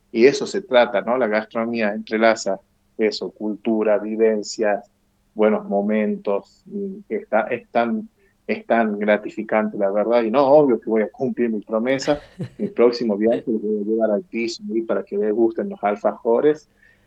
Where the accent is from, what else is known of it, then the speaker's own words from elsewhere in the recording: Belén, Catamarca, Argentina; Que soy de Belén, que soy de esta hermosa provincia que es Catamarca.